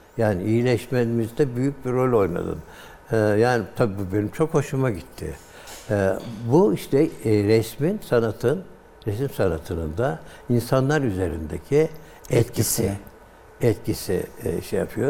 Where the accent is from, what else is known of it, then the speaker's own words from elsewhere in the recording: Denizli, Turkey; Ben Denizliyim dedim.